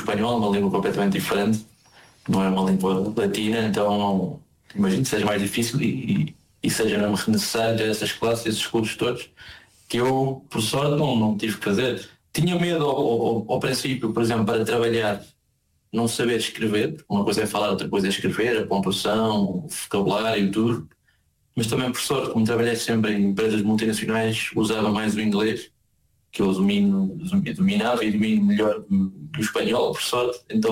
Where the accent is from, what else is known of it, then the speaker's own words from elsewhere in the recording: Portugal; há muitas pessoas aqui que falam comigo e não sabem que sou português.